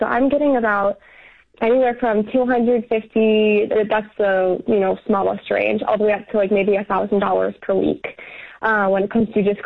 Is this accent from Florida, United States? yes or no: no; St. Louis, Missouri, United States; I moved here about 2 hours north of where I'm from in St. Louis here, and my work downgraded my hours.